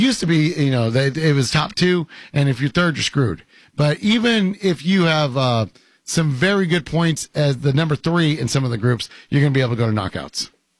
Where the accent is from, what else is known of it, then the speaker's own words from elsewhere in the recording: United States; I am half Mexican, and I can tell you, growing up on the South Side and raising my kids on the South Side for a little bit